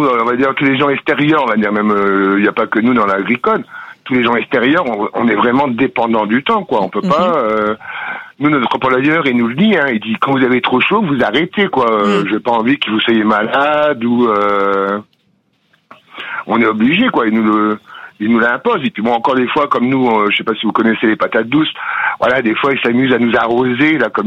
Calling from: Hauts-de-France, France; De Chivreval, dans l'Aisne, en Picardie.

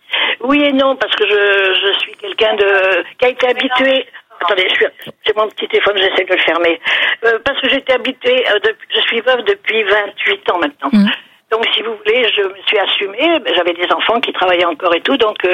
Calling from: Chartres, Centre-Val de Loire, France; De Chartres.

